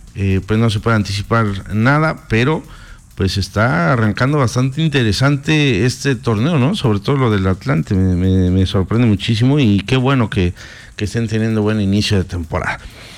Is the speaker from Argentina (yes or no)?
no; Chetumal, Quintana Roo, Mexico; nuestro paisano chetumaleño